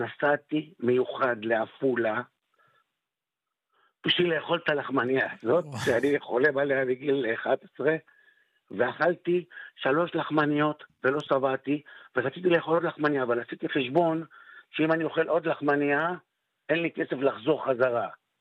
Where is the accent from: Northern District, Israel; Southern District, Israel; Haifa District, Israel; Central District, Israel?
Northern District, Israel; Kiryat Shmona; אנחנו גדלנו בדור, במקום, בקריית שמונה, כן, שלא כל המשפחות האלה הם כסף לקנות חולצה בחנות